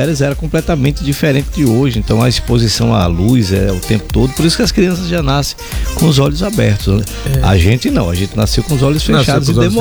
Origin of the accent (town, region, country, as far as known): Aracaju, Sergipe, Brazil; born or raised there